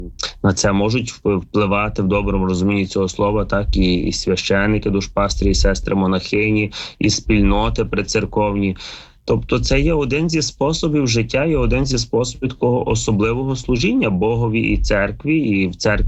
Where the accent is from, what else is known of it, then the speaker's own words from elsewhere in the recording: Lviv, Lviv Oblast, Ukraine; я сам львів'янин, закінчував 85-ту школу на Симоненка.